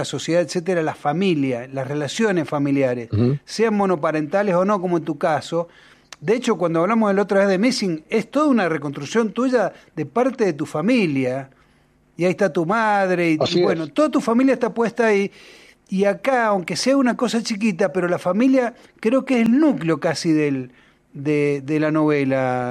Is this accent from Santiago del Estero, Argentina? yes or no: no; San Luis, Argentina; Sí, sí, porque, bueno, somos parte de Cuyo, viste que Cuyo, la región de Cuyo es Mendoza, San Juan y San Luis